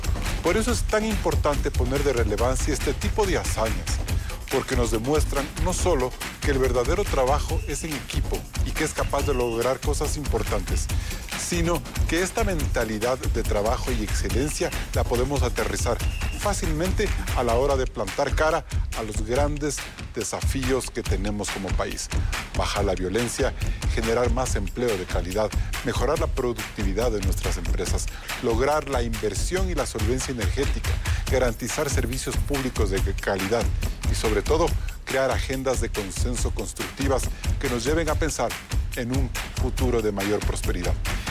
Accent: Ecuador

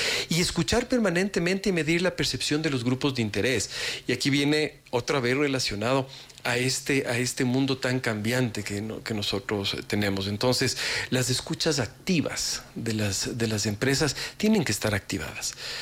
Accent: Ecuador; a todos como ecuatorianos

